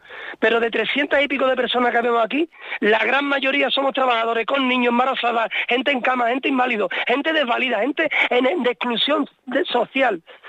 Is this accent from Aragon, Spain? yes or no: no; Seville, Andalusia, Spain; also born or lived in Ibiza; yo me he criado en Sevilla, pero nací en Ibiza.